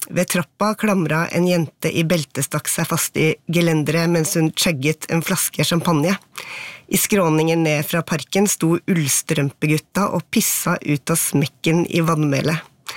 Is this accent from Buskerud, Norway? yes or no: yes; Buskerud, Norway; Jeg er født og oppvokst i Hallingdal.